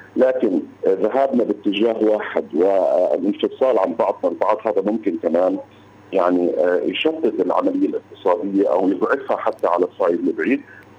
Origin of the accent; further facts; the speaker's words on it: West Bank, Palestine; يعني احنا فلسطينيين في الضفة الغربية